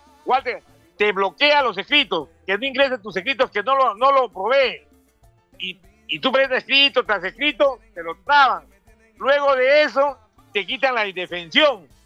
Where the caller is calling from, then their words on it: Chimbote, Ancash, Peru; acá yo desde Chimbote voy a denunciar públicamente.